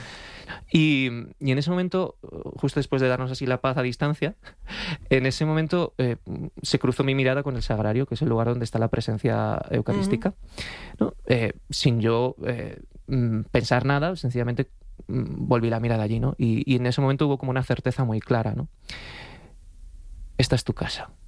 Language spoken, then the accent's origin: Spanish; Alcalá de Henares, Community of Madrid, Spain; also born or lived in Sevilla; Yo soy de Alcalá de Henares, nací, ¿sí?, en Alcalá de Henares, ¿no?